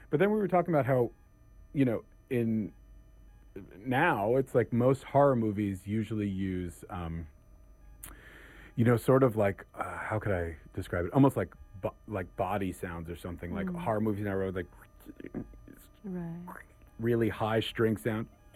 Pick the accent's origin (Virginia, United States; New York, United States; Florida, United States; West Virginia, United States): New York, United States; Feldman being a New Yorker too